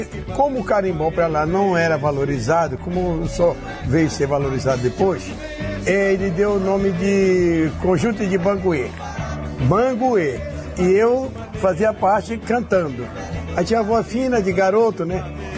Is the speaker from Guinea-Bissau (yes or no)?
no; Igarapé-Miri, Pará, Brazil; accent: caboclo; moved away; eu conhecia o carimbó desde Garapemirim, quando eu era garoto.